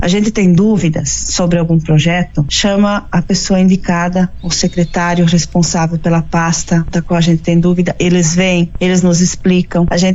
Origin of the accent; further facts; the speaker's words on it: Iporã do Oeste, Santa Catarina, Brazil; born there; now in Descanso, Brazil; aos iporãoestinos, né? A minha cidade natal, o qual tenho um grande carinho.